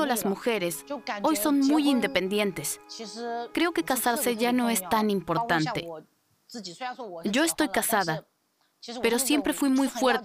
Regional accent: Yangshuo, Guangxi, China; Nací y crecí en Yangshuo, una región muy pintoresca.

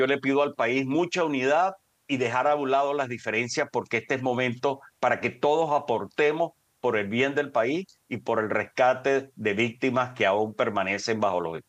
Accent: Venezuela; les agradecemos como venezolanos

